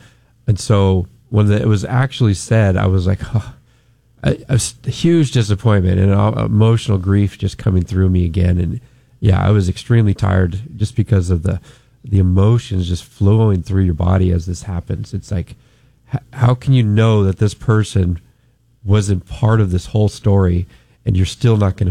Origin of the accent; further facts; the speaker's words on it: California, United States; I was born and raised here in the Central Valley. So yeah, I've got strong roots here